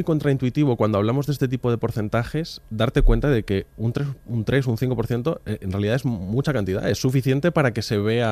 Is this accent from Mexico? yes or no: no; Madrid, Community of Madrid, Spain